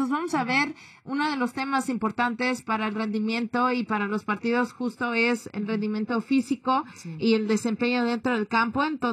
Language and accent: Spanish; Chicago, Illinois, United States; nosotros que somos de aquí de Chicago